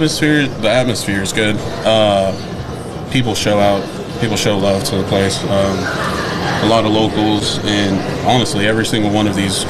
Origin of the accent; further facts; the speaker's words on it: Los Angeles, California, United States; moved away as an adult; I'm from, like everyone else, I'm from Los Angeles. I moved out here in 2019.